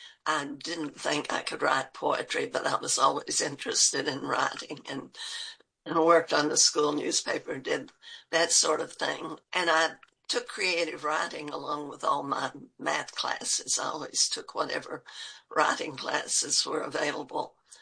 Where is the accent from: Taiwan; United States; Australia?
United States; Kentucky; also born or lived in West Virginia; now in Tennessee, United States; I was born in West Virginia, born in Granttown. My family moved back to southeastern Kentucky when I guess I was 5 or 6 months old. So I really have no memories of West Virginia.